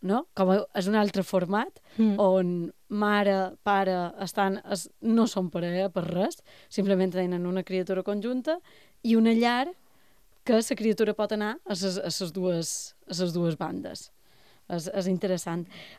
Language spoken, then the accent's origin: Catalan; Mallorca, Balearic Islands, Spain; som mallorquina